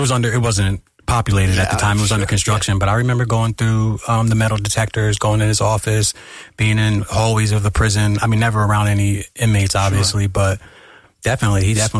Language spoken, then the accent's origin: English; Pennsylvania, United States; we grew up in suburbia, we grew up in East Narn, Pennsylvania. Yeah. So that was, the outskirts of Narstown.